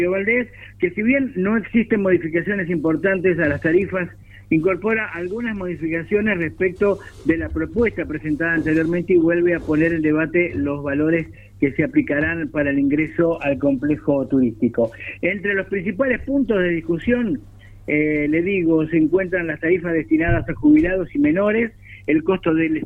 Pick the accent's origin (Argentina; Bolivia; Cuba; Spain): Argentina; Tierra del Fuego; moved away; pareciera que no somos fueguinos, pero sí, en realidad el frío te mata allá